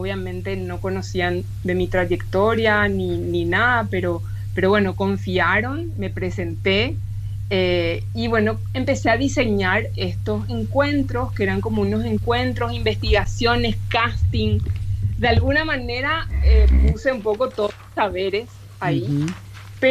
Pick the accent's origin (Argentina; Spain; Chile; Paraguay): Paraguay; al decir Paraguay había como una pausa y una incógnita y también mucho interés. Ah, Paraguay, pero sos la primera paraguaya que conozco o no sé mucho de tu país, cómo viven.